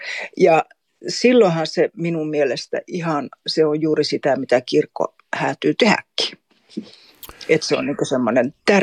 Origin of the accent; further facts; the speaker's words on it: Kolari, Lapland, Finland; now in Kaunisvaara, Sweden; Mä olen Tornionlaaksosta. Mulla on juuria Suomen ja Ruotsin puolella. Itse mä olen kasunut sitten niin Suomen puolella Tornionlaaksossa Kolarissa. Ja tällä hetkellä mä asun Kaunisvaarassa. Se on täällä Ruotsin puolella sitten, Pajalankun.